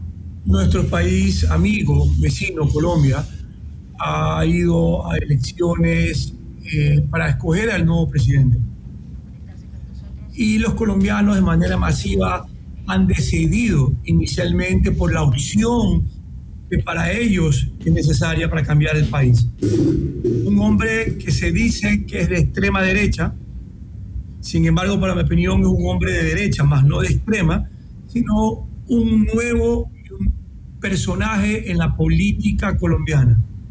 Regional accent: Ecuador; nosotros como ecuatorianos, como frontera

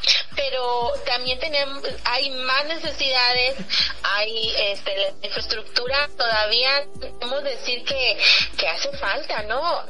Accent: Yucatán, Mexico; Sí, y déjame decirte que los yucatecos no somos así. Bueno, yo me considero yucateca también, ¿no?

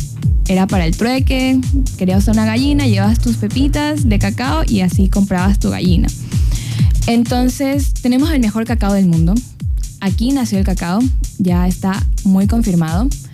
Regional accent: Santo Domingo, Santo Domingo de los Tsáchilas, Ecuador; Yo soy de Santo Domingo

